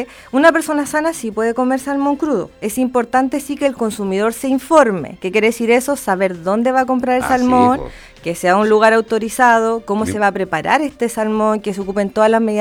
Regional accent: Concepción, Biobío, Chile; moved away; yo soy de Concepción, entonces ¿ya? estaba cerca de Talcahuano, ¿ya? y escuchaba el luche y todo eso.

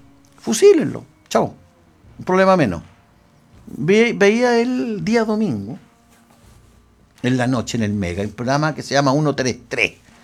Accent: Chile; Pero somos pobres chilenos.

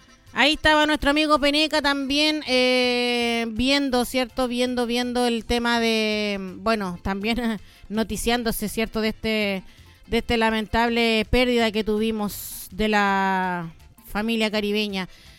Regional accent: Peumo, O'Higgins, Chile; porque yo soy peumina, todos saben que yo soy de Peumo.

